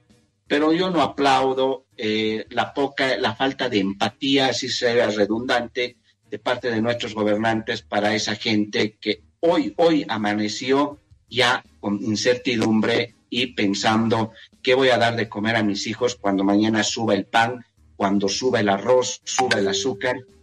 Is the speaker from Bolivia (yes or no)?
yes; Bolivia; lo vamos a tener que poner el hombro los bolivianos